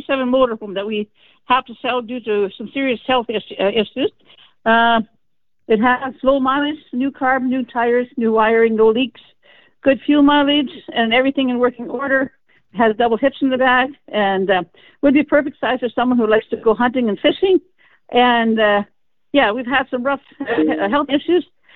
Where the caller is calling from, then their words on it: Steinbach, Manitoba, Canada; From Steinbeck.